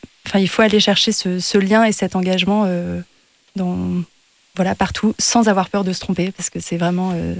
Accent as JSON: {"language": "French", "country": "United Kingdom", "tie": "born or raised there", "said": "J'ai grandi au Royaume-Uni, j'ai vécu plus de 20 ans là-bas. J'ai étudié, voyagé, travaillé beaucoup en Amérique latine et en Asie."}